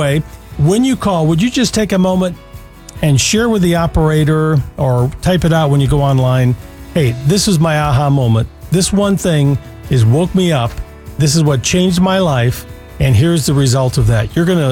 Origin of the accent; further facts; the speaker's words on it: Jackson, Michigan, United States; My area of hometown, where I grew up in Jackson.